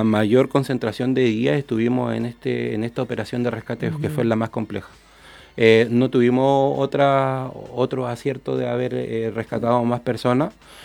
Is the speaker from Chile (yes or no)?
yes; Chile; Es probable que el desarrollo de nosotros como chilenos esté en un estándar mejor